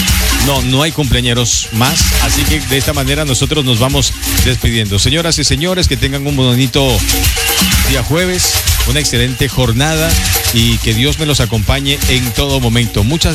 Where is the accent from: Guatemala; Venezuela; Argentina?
Venezuela; now in Peru; nuestros paisanos venezolanos